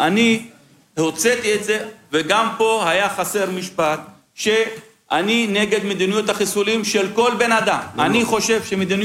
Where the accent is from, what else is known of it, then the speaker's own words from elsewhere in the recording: Lod, Central District, Israel; also born or lived in Ramla / Jaffa; אני גדלתי בלוד, רמלה ויפו. אלה האנשים שלי, זאת הסביבה הטבעית שלי.